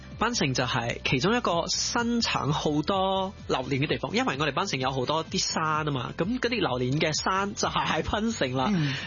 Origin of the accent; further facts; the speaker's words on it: Malaysia; now in Penang, Malaysia; 我来自马来西亚，依家住槟城。